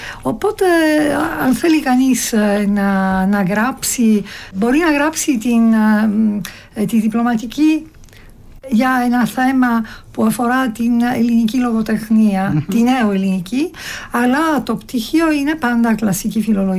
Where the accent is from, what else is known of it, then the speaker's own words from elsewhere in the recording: Palermo, Sicily, Italy; Greek is a second language; γεννήθηκα στο Παλέρμο, Σικελία. Και εκεί πήγα πρώτα σχολείο, ήταν το κλασικό λύκειο